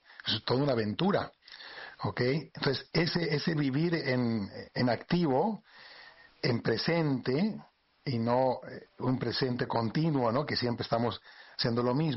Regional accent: Spain; now in Mérida, Mexico; Yo soy español, aunque vivo aquí en México.

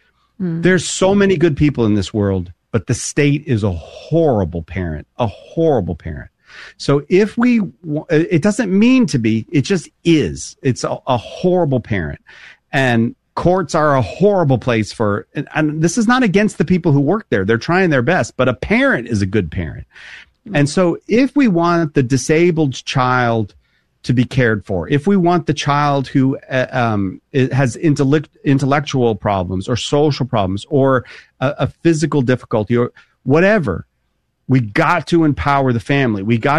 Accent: Boston, Massachusetts, United States; as an Irish Catholic, Boston Irish Catholic family

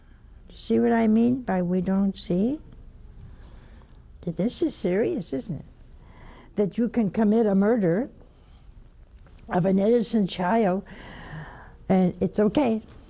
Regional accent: United States; Everybody going to think I'm Irish, and I'm not. I'm Italian. But I prayed for any other country. They think I was from that country. No, I'm not. I'm an American.

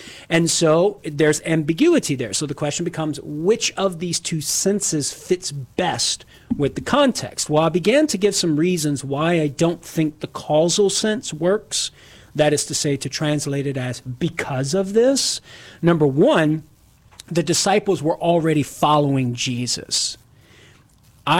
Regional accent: Louisiana, United States; from Southern Louisiana, try to talk into it with my accent.

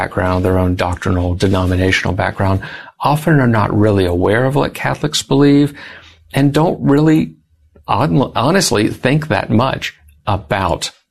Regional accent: Georgia, United States; I grew up in South Georgia in an evangelical home.

